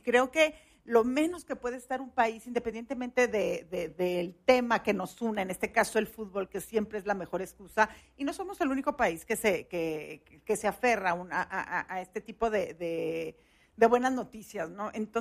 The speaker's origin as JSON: {"language": "Spanish", "country": "Mexico", "said": "nosotros tenemos como mexicanos años sin celebrar algo"}